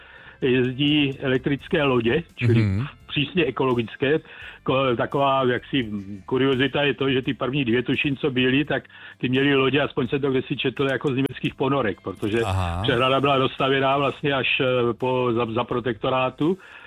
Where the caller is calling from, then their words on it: Brno, South Moravian Region, Czechia; já jsem z Brna, Brno má krásné okolí